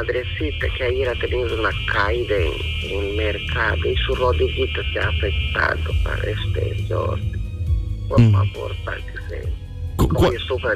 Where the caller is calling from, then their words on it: Pucallpa, Ucayali, Peru; llamo de Pucallpa.